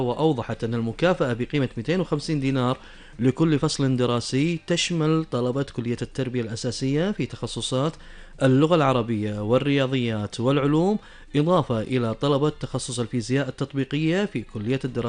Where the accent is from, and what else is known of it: Kuwait